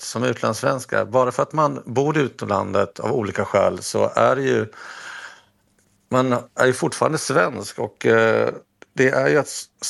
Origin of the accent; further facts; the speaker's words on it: Sweden; now in Paris, France; Men jag vet inte hur representativ jag är för svenskar generellt här i Paris, Sverige.